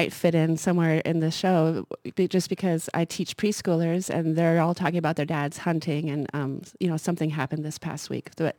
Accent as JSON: {"language": "English", "town": "Missoula", "region": "Montana", "country": "United States", "tie": "born or raised there", "said": "I grew up in Missoula"}